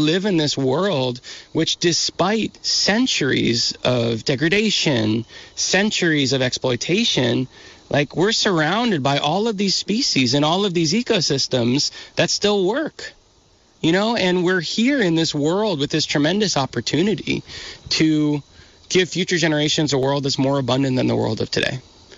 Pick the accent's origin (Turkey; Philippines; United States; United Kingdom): United States; Vermont; You know, and I'm from Vermont and I like have certain attributes that make it easier for them to do that.